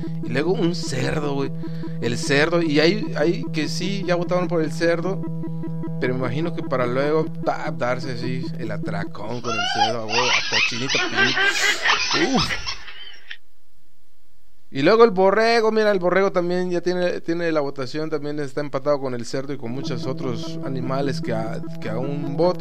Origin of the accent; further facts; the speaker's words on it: Mexico; Si hablo como mexicano, güey.